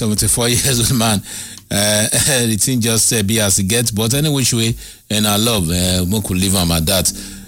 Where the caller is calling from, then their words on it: Port Harcourt, Rivers, Nigeria; from Agri Road, Port Harcourt.